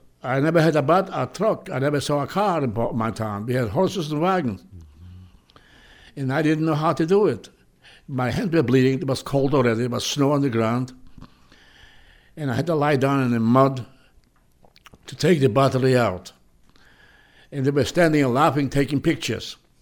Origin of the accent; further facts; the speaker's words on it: Poland; now in my hometown, all the farmers came once a week and dealing with the Jewish people.